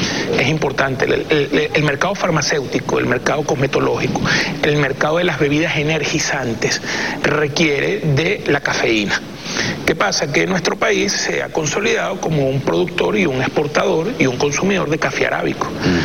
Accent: Venezuela; en el caso de nosotros, como venezolanos

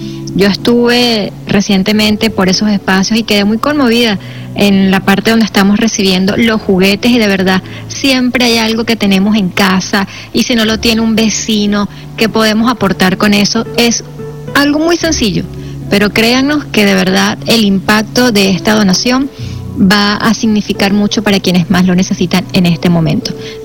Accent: Venezuela; su compromiso con lo que estamos atravesando todos como venezolanos es indiscutible

